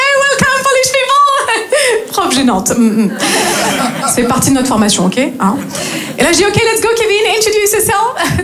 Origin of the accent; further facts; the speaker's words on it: north-east France, France; now in Marseille, France; je viens du nord-est de la France. Et je me suis installée ici à Marseille il y a tout juste 3 ans et demi.